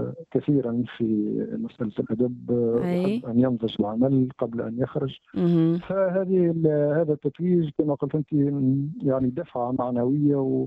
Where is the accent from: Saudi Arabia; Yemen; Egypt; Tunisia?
Tunisia; نحن كشعب تونسي